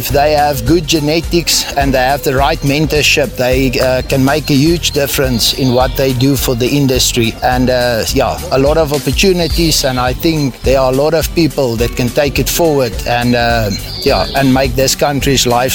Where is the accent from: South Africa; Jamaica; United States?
South Africa; I'm from South Africa.